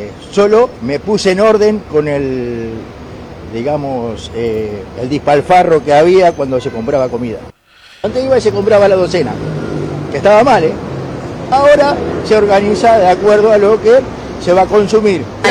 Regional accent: Buenos Aires, Argentina; Soy encargado de edificio y soy de acá de Palermo.

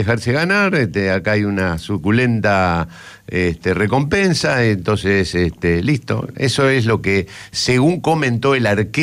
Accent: Argentina; cuando subís a los taxis y te notan que vos sos argentino, y te dicen, ah, usted es argentino

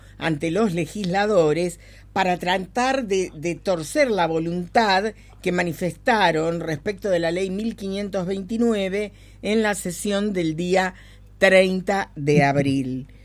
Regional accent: Tierra del Fuego, Argentina; uno es el legislador Lechman y otro sos vos, somos fueguinos.

